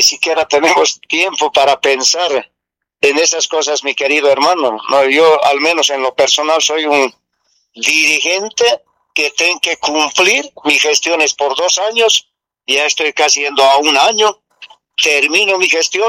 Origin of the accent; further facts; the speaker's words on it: Arcopongo, La Paz, Bolivia; yo soy de provincia Inquisiva una vez más, de Arcopongo